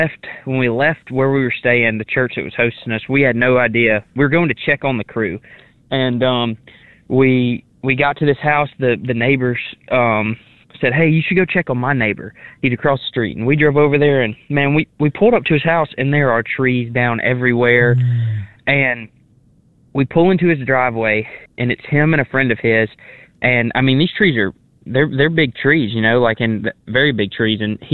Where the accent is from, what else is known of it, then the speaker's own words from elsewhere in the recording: Oxford, Mississippi, United States; So like you said, I'm from Mississippi. I'm from Oxford, Mississippi, which is about 30 miles west of the Tupelo National Headquarters